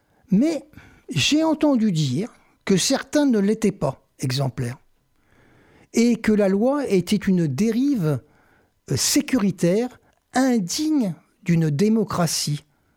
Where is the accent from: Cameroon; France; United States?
France; Lyon, Auvergne-Rhône-Alpes; chez nous, à Lyon.